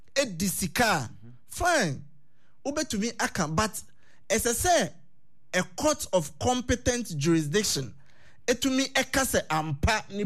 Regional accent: Ghana; It is one of the reports I work in Kenya or Ebeho as a Ghanaian.

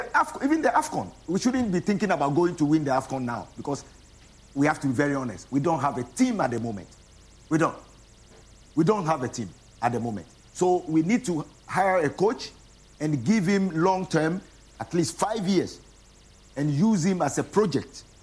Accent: Ghana; I'm a Ghanaian, and I would love to. I would love to hear that call ringing.

